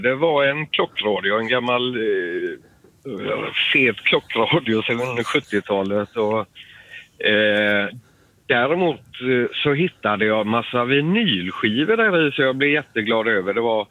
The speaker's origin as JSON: {"language": "Swedish", "town": "Vetlanda", "region": "Jönköping County", "country": "Sweden", "tie": "born or raised there", "moved": "as an adult", "lives_now": "Gothenburg, Sweden", "said": "flytt från Vetlanda till Göteborg, för jag kommer från Vetlanda, Småland."}